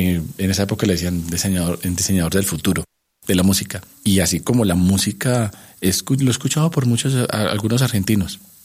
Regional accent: Salamina, Caldas, Colombia; born there; el departamento donde yo nací, el departamento de Caldas. Yo nací en el municipio de Salamina.

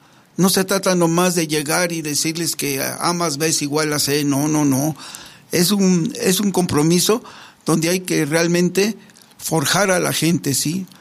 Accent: Mexico City, Mexico; born there; moved away as an adult; also born or lived in Vicente Guerrero, Durango; now in Durango, Mexico; yo obviamente no soy nacido aquí en Durango, soy nacido en el entonces Distrito Federal, hoy Ciudad de México, pero pues ya tengo aquí 40 y tantos años, entonces creo que un poquito más de la mitad de mi vida lo he pasado aquí

